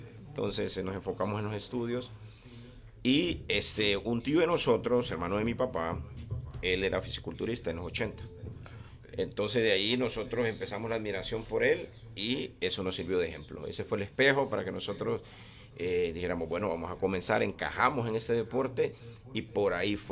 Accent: Tegucigalpa, Francisco Morazán, Honduras; nosotros somos de ahí, de la Kennedy.

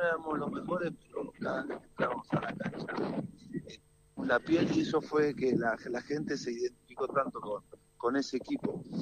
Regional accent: Argentina; yo quería que Argentina sea campeón, como muchos argentinos, solamente por Lionel Messi.

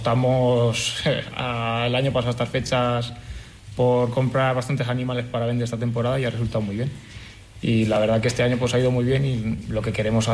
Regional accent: Castellón de la Plana, Valencian Community, Spain; moved away as an adult; now in Cuenca, Spain; Sí, de Castellón. Yo llegué aquí ahora unos 10 años y nada, siempre mi pueblo es muy taurino y siempre hay muchas tradiciones a los toros.

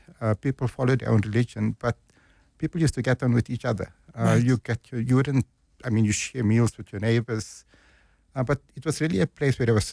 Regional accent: Lenasia, Gauteng, South Africa; I grew up in Lanesia.

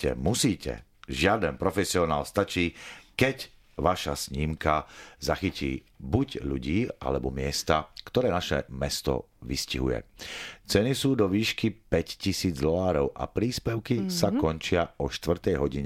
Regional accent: Očová, Banská Bystrica Region, Slovakia; moved away; som z Očovej a ľudové tanci sú veľmi tradičné tam u nás.

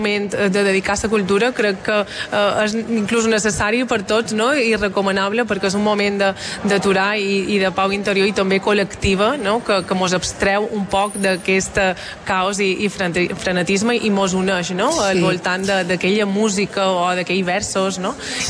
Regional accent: Balearic Islands, Spain; mos recorda qui som com a mallorquins, la força que tenim allà d'on venim

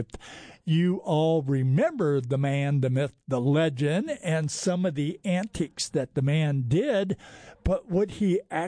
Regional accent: California, United States; I said, "Hey, man, I'm from Southern California. I'm into disco.

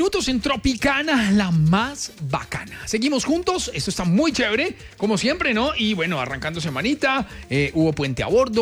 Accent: Colombia

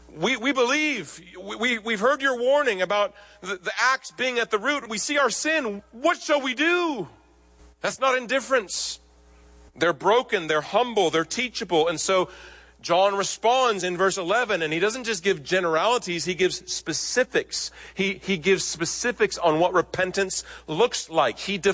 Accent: Nebraska, United States; out in the cornfields where I grew up in Nebraska

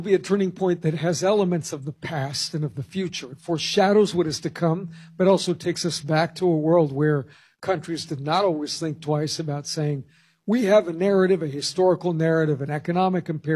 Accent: California, United States; born or raised there

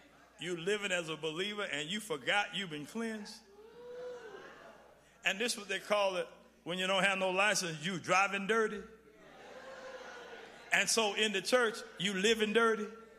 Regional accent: Chicago, Illinois, United States; I know I'm saved, but I'm from Chicago.

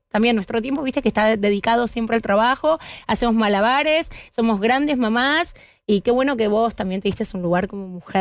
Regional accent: Argentina; Sí, soy argentina.

